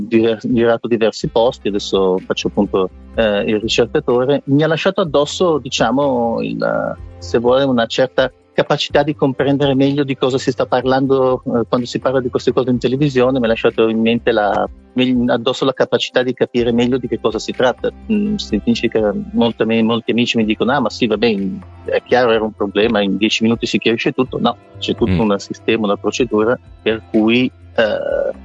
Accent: Lombardy, Italy; now in Belgium; Sì, vivo, sono lombardo, sì. Vivo tra Italia e Belgio.

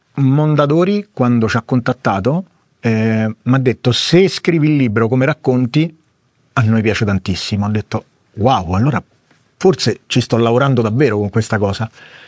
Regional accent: Rome, Lazio, Italy

